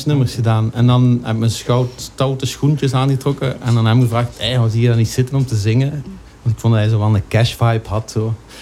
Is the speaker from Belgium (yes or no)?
yes; Hechtel, Flanders, Belgium; moved away; also born or lived in Hasselt; Nee, ik ben Hasselt geboren, hoor, maar ik ben opgegroeid in Hechtel.